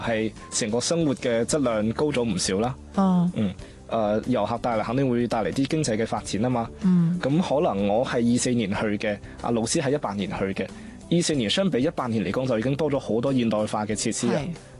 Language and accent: Cantonese; Guangzhou, Guangdong, China; 大家好，我嚟自广东广州，